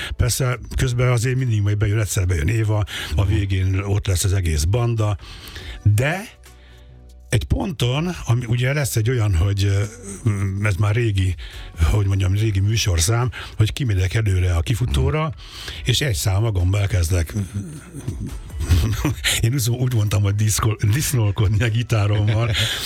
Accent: Budapest, Hungary; én a Népstadion mellett nőttem fel a Stefánián.

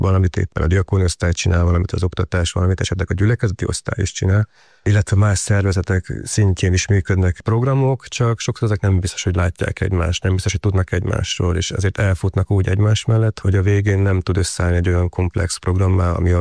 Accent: Hungary; moved away as an adult; also born or lived in Nyíregyháza; now in Budapest, Hungary; alapból egy kis faluból származom

